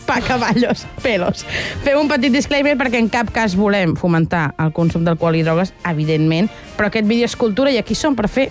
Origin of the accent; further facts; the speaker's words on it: Guardiola de Berguedà, Catalonia, Spain; Jo soc de Guardiola de Berguedà.